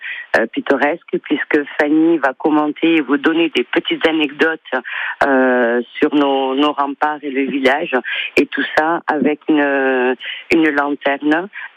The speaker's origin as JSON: {"language": "French", "town": "Perpignan", "region": "Occitanie", "country": "France", "moved": "yes", "lives_now": "Conflent, France", "said": "J'étais de Perpignan à l'époque"}